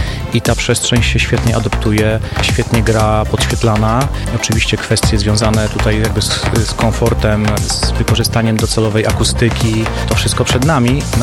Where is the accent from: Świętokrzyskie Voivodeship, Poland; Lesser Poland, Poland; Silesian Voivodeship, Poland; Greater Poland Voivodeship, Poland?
Silesian Voivodeship, Poland; Sosnowiec; jestem z Sosnowca